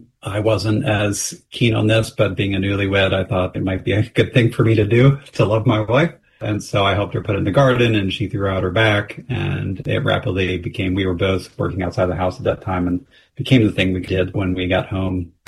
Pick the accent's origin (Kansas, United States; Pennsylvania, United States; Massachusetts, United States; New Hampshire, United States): Pennsylvania, United States; Growing up in Pennsylvania, I could never conceive of growing something like that outside of a pot.